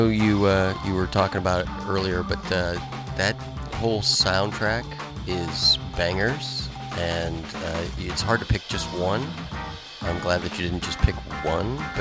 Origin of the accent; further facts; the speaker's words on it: Illinois, United States; Oh, yeah, me as well in Chicagoland area